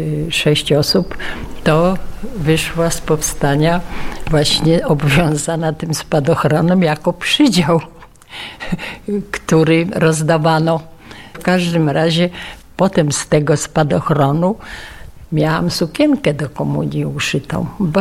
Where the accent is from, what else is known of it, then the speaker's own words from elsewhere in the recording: Warsaw, Masovian Voivodeship, Poland; born there; urodzona w Warszawie jestem i całe moje dorosłe życie i pracę w Warszawie i moi rodzice też.